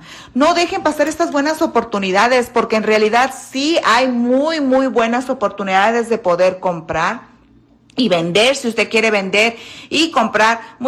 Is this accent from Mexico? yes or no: yes; Michoacán, Mexico; No, soy de Michoacán.